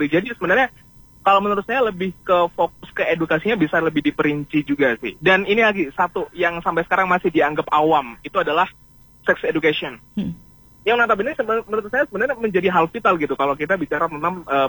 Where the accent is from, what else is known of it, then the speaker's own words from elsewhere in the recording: East Java, Indonesia; saya juga asalnya dari Kabupaten Malang